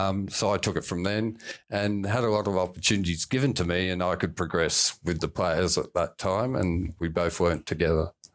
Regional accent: Australia; born there; we didn't really play it as Australian kids.

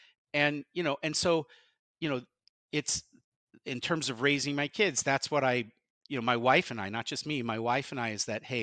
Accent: Pittsburgh, Pennsylvania, United States; I'm from Pittsburgh.

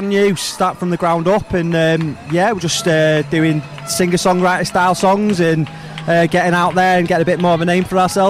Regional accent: Altrincham, North West England, United Kingdom; moved away; I'm born and bred. Yeah, I was born in Altrincham.

